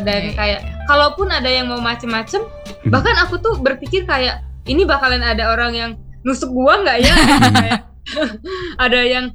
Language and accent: Indonesian; South Sumatra, Indonesia; moved away; Awalnya aku cuman ke Lampung tuh dari Sumatera. Aku awalnya dari Sumatera Selatan.